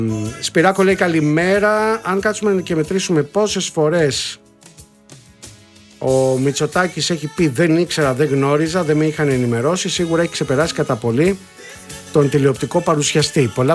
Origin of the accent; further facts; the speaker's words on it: Greece; κατάλαβε ότι είμαστε Έλληνες